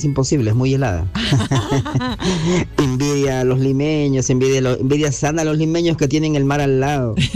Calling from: Santiago, Santiago Metropolitan Region, Chile; yo soy de Santiago

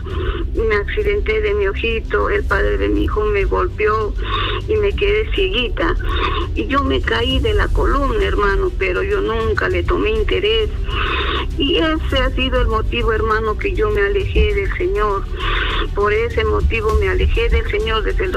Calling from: Tacna, Peru; de acá de Tacna.

